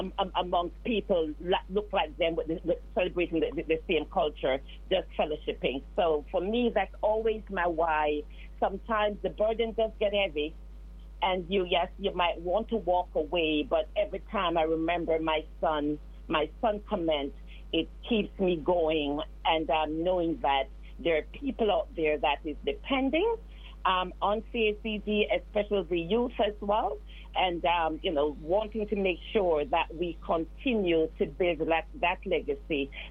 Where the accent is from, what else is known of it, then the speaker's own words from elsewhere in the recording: Jamaica; now in St. Lucie County, United States; I grew up in Jamaica, seeing people around serving others.